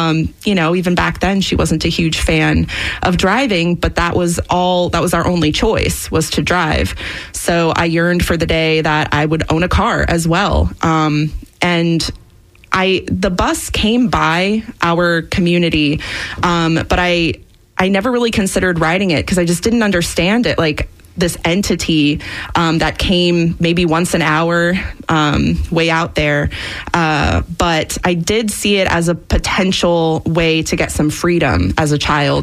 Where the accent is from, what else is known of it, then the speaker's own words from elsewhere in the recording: St. Petersburg, Florida, United States; also born or lived in Portland, Oregon; I'm not actually from there. I just lived there for a few years, but I'm from St. Pete, actually on the other side of the bridge. I was born and raised in a very suburban environment.